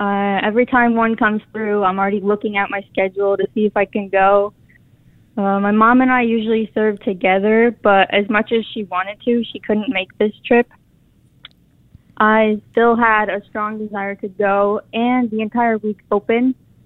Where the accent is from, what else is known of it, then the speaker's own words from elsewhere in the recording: Webster, New York, United States; Webster, New York.